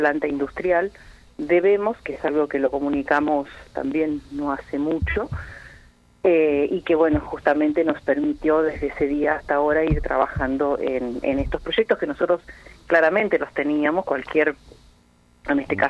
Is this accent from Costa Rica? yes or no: no; Patagonia, Argentina; nosotros, los que somos de la Patagonia